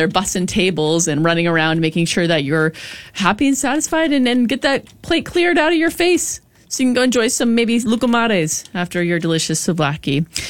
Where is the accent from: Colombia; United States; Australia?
Australia; Sydney, New South Wales; I grew up working in Greek restaurants in Sydney.